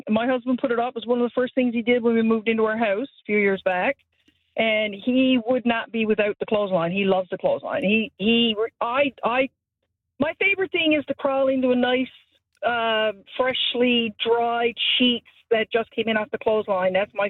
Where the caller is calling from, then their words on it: Newfoundland and Labrador, Canada; Port Cove.